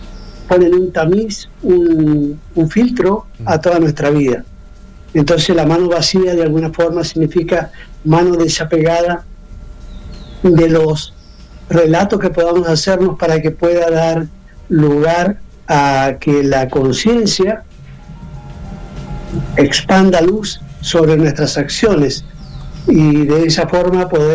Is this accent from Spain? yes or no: no; Mendoza, Argentina; moved away as an adult; now in Chile; Yo soy de Mendoza. Hace 20 años conocí a mi esposa, chilena, y ella me trajo.